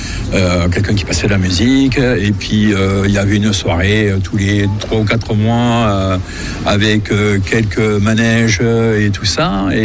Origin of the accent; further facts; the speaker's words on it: Montauban, Occitanie, France; alors, je suis né à Montauban, certes. J'habitais un quartier qui s'appelait Ville-Bourbon. Mais dans ma tendre enfance, les quartiers, c'était comme des petits villages